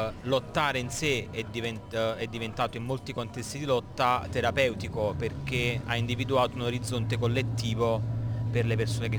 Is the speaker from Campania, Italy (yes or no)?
yes; Naples, Campania, Italy; Io per esempio vengo dalla città di Napoli